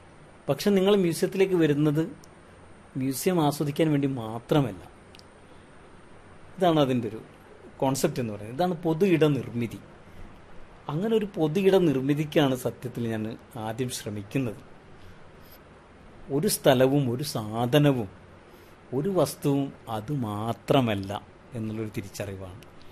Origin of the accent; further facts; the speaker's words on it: Kozhikode, Kerala, India; moved away; കോഴിക്കോട് ജനിച്ചു വളർന്ന ഒരാളാണെങ്കിലും